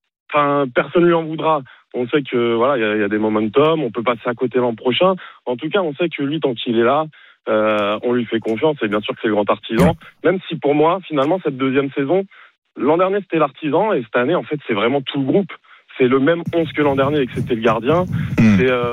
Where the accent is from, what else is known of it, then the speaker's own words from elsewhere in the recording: Paris, Île-de-France, France; now in Nantes, France; Je vous appelle entre Paris et Nantes, parce que je vis à Nantes, je suis parisien.